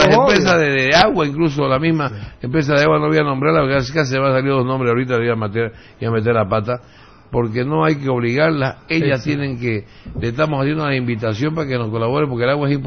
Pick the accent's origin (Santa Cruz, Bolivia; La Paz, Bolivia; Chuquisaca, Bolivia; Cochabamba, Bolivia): Santa Cruz, Bolivia; mi pueblo Santa Cruz.